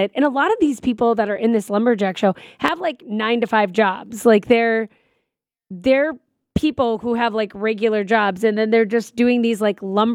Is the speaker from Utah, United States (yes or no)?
no; Bismarck, North Dakota, United States; I grew up in Bismarck. Maybe lumberjacking isn't as big out there.